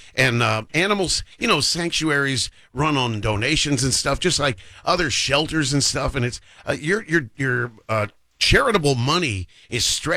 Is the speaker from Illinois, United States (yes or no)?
yes; Chicago, Illinois, United States; also born or lived in Oklahoma / Texas; I was born in Oklahoma, but moved up to Chicago before I was conscious of anything. But I still have it on my birth certificate. And then I went and lived in Texas for like 4.5 years.